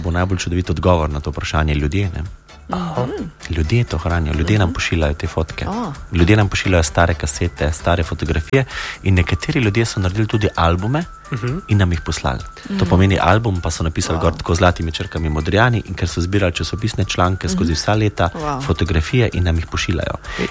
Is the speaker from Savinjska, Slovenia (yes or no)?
no; Dobrna, Savinja, Slovenia; born there; moved away as an adult; also born or lived in Celje; now in Ljubljana, Slovenia; Sicer sem prihajam iz Dobrne, tam, kjer je zdravilišče. Zdaj pa živimo 3 leta v Ljubljani.